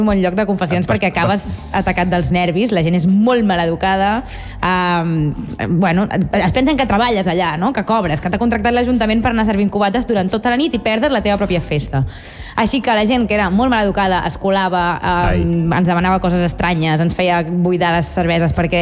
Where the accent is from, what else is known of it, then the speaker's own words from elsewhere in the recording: Blanes, Catalonia, Spain; born there; del meu poble de Blanes